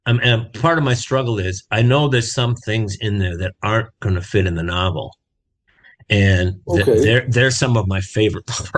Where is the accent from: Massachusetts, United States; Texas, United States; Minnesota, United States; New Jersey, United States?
Minnesota, United States; Austin; I grew up in Austin, Minnesota, which is about 100 miles south of Minneapolis